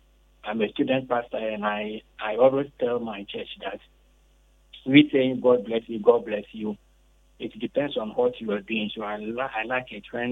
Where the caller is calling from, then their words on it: Ghana; I'm calling from Abripo.